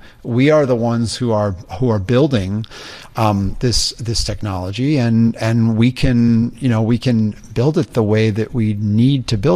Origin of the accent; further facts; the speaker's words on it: Indiana, United States; I'm a skateboarder from Indiana.